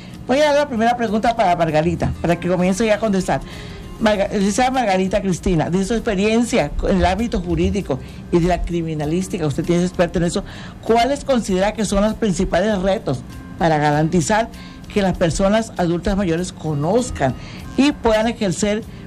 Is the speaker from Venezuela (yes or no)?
no; Mexico; a reconocernos como mexicanos, a decir qué bueno que nací esta hermosa tierra